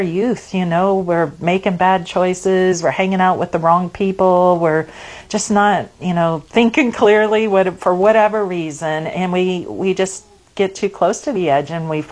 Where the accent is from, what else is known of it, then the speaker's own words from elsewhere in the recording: Alaska, United States; moved away as an adult; also born or lived in Florida; I grew up here in Alaska. I was born and raised here in Alaska. But I had moved to Florida, where I met my husband.